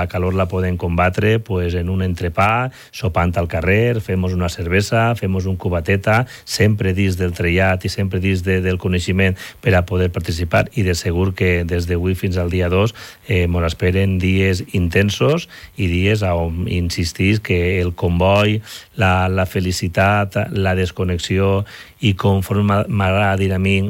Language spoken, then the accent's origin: Catalan; Real de Gandia, Valencian Community, Spain; el meu poble, el nostre poble, és un poble molt participatiu